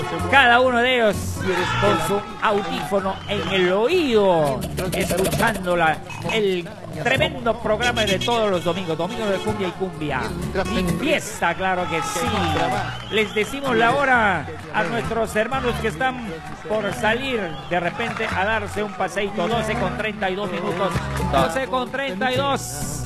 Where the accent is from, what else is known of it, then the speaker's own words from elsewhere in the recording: Peru; somos peruanos, ¿ah? Que queremos a nuestra patria. Nuestra patria es hermosísima. Y es rica.